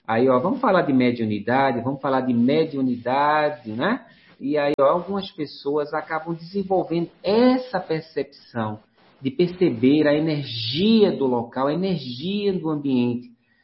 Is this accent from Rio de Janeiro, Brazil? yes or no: yes; Rio de Janeiro, Brazil; born there; Nasci no Rio. Meu coração é paulista, mas minha alma é mineira.